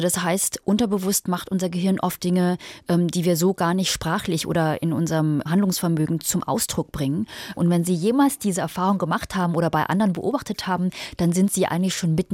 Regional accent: Germany; also born or lived in England; ich bin ja asiatische Deutsche, aber auch durch den migratorischen Hintergrund meiner Eltern, die aus China kommen

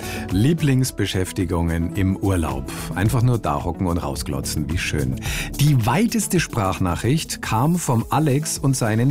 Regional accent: Seefeld, Bavaria, Germany; In meinem Heimatort Seefeld am Pilsensee, da gibt es auch einen Campingplatz

